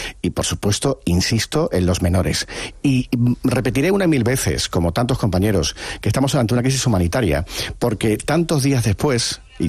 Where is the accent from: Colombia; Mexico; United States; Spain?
Spain